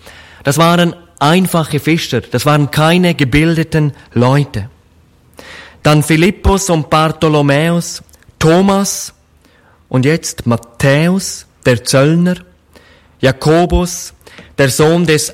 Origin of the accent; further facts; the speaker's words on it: Switzerland; accent: Swiss; Ich komme ja aus der Schweiz, das hört man, glaube ich, an meiner Sprache.